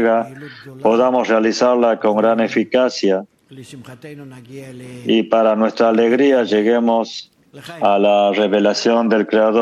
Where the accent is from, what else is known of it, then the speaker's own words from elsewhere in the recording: Toronto, Ontario, Canada; de Toronto, Canadá, acá con mis hermanos, y también mi gran amigo de acá, también de Toronto.